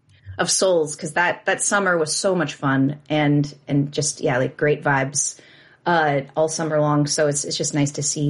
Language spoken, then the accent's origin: English; Virginia, United States; born there; also born or lived in North Carolina; So I grew up in Virginia and North Carolina, but mostly in Virginia.